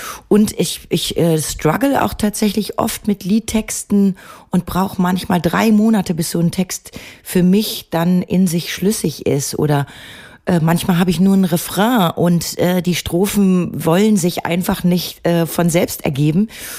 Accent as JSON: {"language": "German", "town": "Bad Salzuflen", "region": "North Rhine-Westphalia", "country": "Germany"}